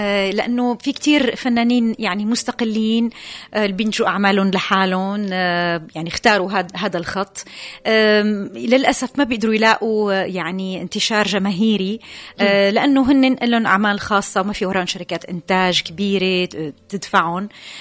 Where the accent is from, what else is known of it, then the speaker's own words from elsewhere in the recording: Syria; بعدين نحن لحقناهم سوريين، وهلأ عم شوف جيل جديد.